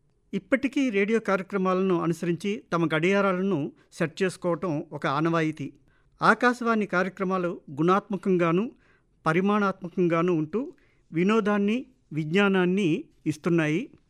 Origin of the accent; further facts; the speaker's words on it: Vizianagaram, Andhra Pradesh, India; born there; విజయనగరంలో మా ఇంట్లో రేడియో లేనప్పుడు పబ్లిక్ పార్కులకు వెళ్ళి రేడియో ముఖ్యంగా సాయంత్ర సమయంలో వినేవాళ్ళం.